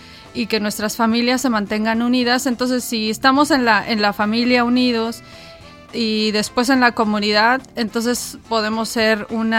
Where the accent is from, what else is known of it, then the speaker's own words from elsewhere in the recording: San Luis Potosí, Mexico; No, sí, soy de San Luis Potosí.